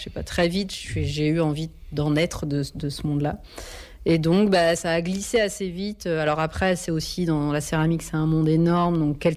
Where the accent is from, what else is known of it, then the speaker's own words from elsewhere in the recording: Reims, Grand Est, France; moi, je suis originaire de Reims.